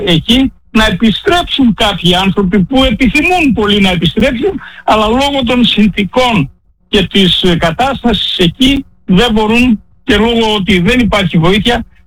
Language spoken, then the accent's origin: Greek; Albania; moved away